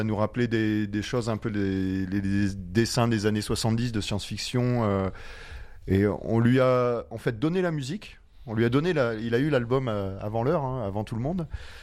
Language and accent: French; France; On n'est pas éthiopien, on est... On est français